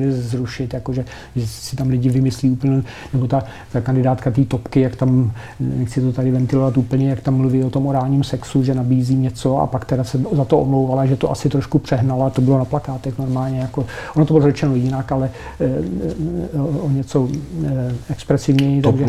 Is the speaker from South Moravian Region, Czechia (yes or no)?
no; Kladno, Central Bohemian Region, Czechia; já jsem z Kladna